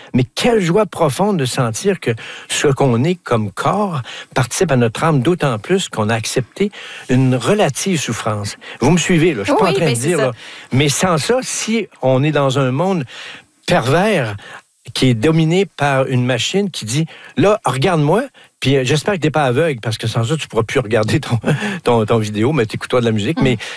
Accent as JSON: {"language": "French", "region": "Quebec", "country": "Canada", "accent": "Québécois", "said": "Quand ils entendaient mon accent québécois, je vais vous envoyer chez ma grand-mère."}